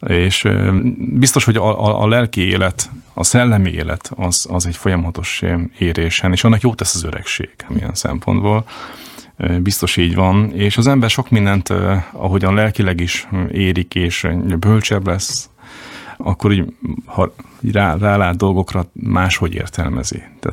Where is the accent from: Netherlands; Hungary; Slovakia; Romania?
Slovakia; volt egy tanár a filozófia szakon, aki tudta, hogy magyarok vagyunk egy páron, és így titokban megengedte, hogy magyarul vizsgálszunk. Úgyhogy akkor jöttem Budapest, és akkor vettem a filozófia könyveket.